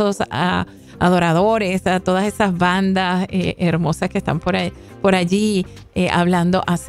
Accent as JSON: {"language": "Spanish", "country": "Venezuela", "said": "Están en Venezuela, en mi país."}